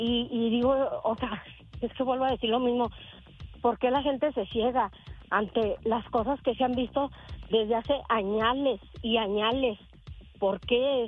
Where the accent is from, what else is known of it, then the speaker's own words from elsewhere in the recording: Mexico; Soy mexicana, gracias a Dios.